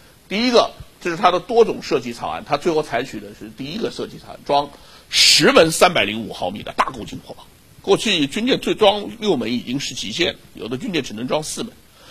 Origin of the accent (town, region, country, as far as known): Shanghai, China